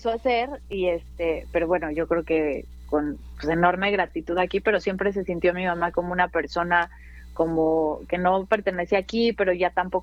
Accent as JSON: {"language": "Spanish", "region": "Mexico City", "country": "Mexico", "tie": "born or raised there", "said": "yo nací en la Ciudad de México, uh-huh. pero pues mi papá es oaxaqueño, del Istmo de Tehuantepec. Él es hablante de zapoteca. Uh-huh. Y mi mamá es chilena"}